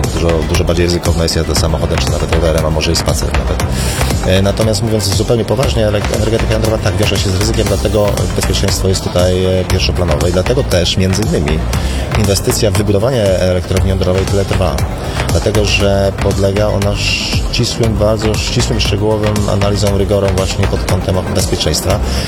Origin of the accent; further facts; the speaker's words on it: Pomeranian Voivodeship, Poland; Nie urodziłem się w Gdańsku, ale jestem z Pomorza